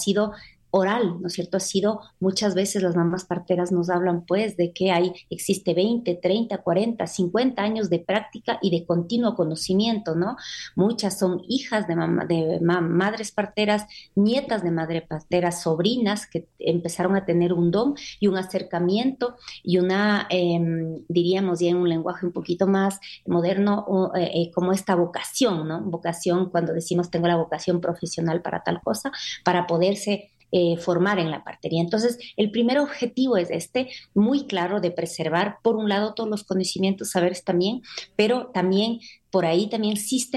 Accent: Ecuador; como ecuatorianos y ecuatorianas

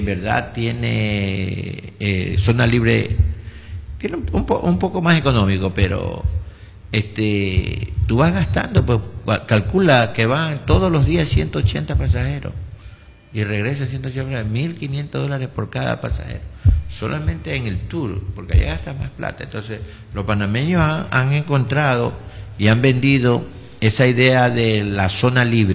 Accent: Ecuador; como todos somos ecuatorianos

